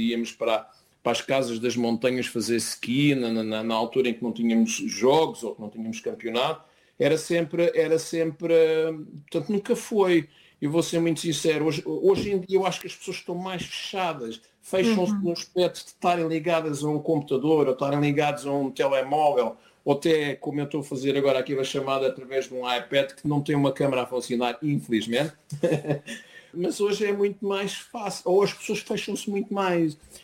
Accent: Portugal; moved away as an adult; now in Norway; eu saí de Portugal, estava a jogar no Vitória de Setúbal, era um bol, e quando saí de Portugal vim para a Noruega

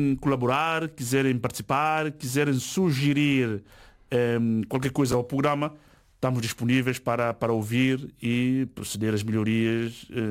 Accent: São Tomé & Príncipe; now in Azores, Portugal; como sou de São Tomé e Príncipe

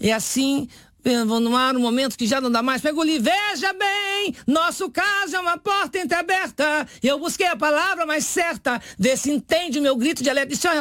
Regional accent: Minas Gerais, Brazil; moved away as an adult; now in São Paulo, Brazil; Quando eu saí de Minas Gerais, com 20 anos de idade, para São Paulo, estou em São Paulo há 41 anos de idade, eu fui no santuário dela, num morro que tem Poços de Caldas, sul de Minas

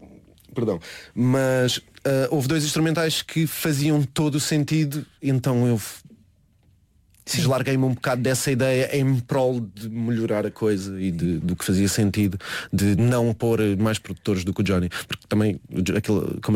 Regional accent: Azambuja, Lisbon, Portugal; Sim, porque até porque é de onde eu venho. Parte daquilo que eu sou deve-se vir dali.

